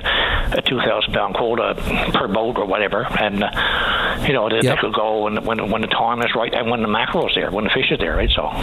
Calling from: Newfoundland and Labrador, Canada; I'm calling from the Gulf, northern, western Newfoundland and the Gulf region, northern peninsula.

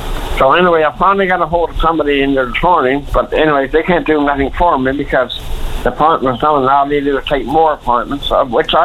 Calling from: St. Lawrence, Newfoundland and Labrador, Canada; I call him from St. Lawrence.

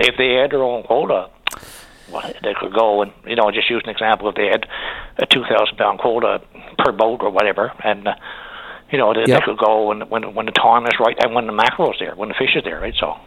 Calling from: Newfoundland and Labrador, Canada

